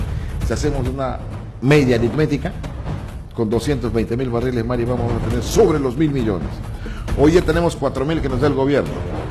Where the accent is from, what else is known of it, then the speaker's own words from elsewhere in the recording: Loreto, Peru; He sabido defender a mi terruño, he sabido defender a mi gente, he sabido defender a los loretanos